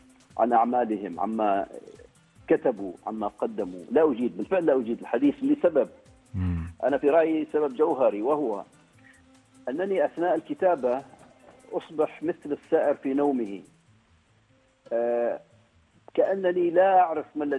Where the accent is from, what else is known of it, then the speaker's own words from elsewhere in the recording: Oman; ولست كاتبا من أمريكا اللاتينية ولا من أوروبا، أنا كاتب من عمان، أنتمي إلى ثقافة معينة، أنتمي إلى لغة أيضا لديها محمولاتها